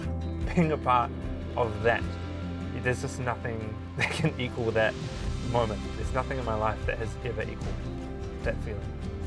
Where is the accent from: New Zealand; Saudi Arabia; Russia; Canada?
New Zealand; I am the Ward Nurse Reconstructive Plastics Team Leader and I'm from New Zealand.